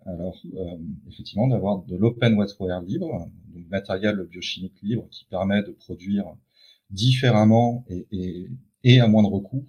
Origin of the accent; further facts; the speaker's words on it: Brittany, France; moved away; Je suis breton, revenu vivre en Bretagne.